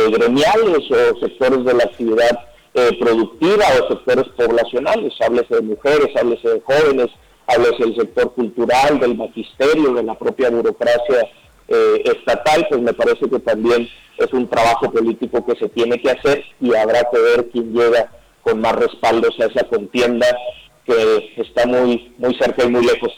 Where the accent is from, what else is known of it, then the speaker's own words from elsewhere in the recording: Tijuana, Baja California, Mexico; moved away; Saben, o quienes me conocen, que crecí en Tijuana, que parte de mi familia vive en Tijuana.